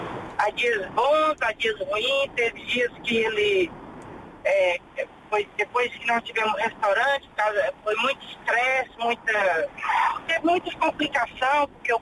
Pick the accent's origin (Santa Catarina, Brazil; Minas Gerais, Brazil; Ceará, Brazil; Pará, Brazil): Pará, Brazil; Belém